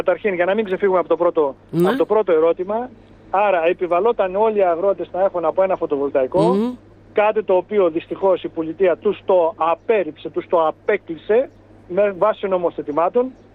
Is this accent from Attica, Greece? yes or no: no; Larissa, Thessaly, Greece; μια και είμαι Λαρισαίος